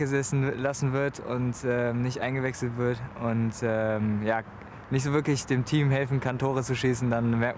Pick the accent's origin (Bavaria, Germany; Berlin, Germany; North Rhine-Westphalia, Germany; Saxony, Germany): North Rhine-Westphalia, Germany; Cologne; Ich denke, das kann man als Kölner fast schon mit einer Tour de France-Etappe gleichstellen.